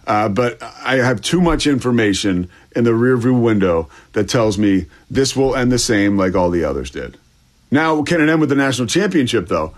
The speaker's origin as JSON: {"language": "English", "town": "Philadelphia", "region": "Pennsylvania", "country": "United States", "tie": "born or raised there", "said": "I grew up in Philly"}